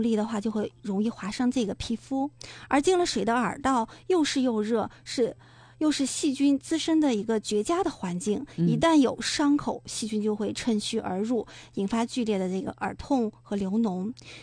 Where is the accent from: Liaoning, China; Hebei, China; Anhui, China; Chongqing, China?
Liaoning, China; Dalian; 离岸流呢就是我们大连人说的那个溜子。